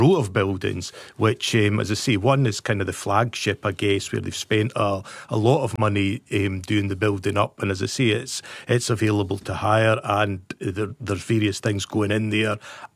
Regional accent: Dumfries, Scotland, United Kingdom; you can tell from the accent, I'm born and brought up in Dumfries, and I'm very proud Dunhamer and Queen of the South supporter

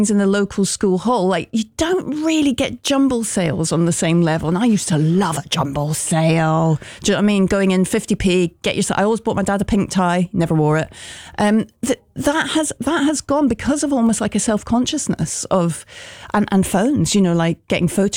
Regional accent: Glasgow, Scotland, United Kingdom; When I was a kid growing up in Glasgow

